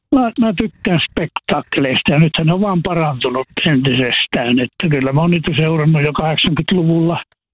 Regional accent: Kuusamo, North Ostrobothnia, Finland

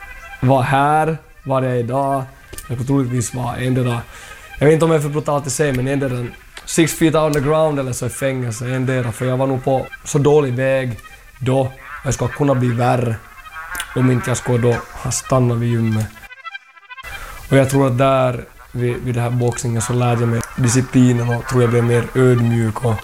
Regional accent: Jakobstad, Ostrobothnia, Finland; Min uppväxt i Jakobstad, rörig. Jag skulle säga ganska rörig. Jag var ganska vild när jag var liten.

